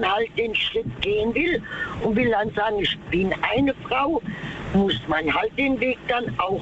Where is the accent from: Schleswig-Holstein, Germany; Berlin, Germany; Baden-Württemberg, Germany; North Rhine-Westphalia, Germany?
Baden-Württemberg, Germany; Mannheim; now in Dienstweiler, Germany; Also, ich bin gebürtig aus Mannheim und ich bin mit allen verschiedenen Sorten von Menschen groß geworden, ob jetzt Schwule, Lesbe, Transsexuelle, alle Türke, Italiener, Grieche, egal.